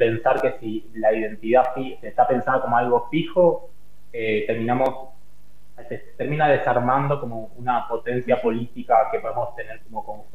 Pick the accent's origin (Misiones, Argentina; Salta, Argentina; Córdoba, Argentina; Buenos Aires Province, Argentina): Misiones, Argentina; Posadas; born there; Posadas, que es el lugar donde yo nací, que es frontera con Encarnación, Paraguay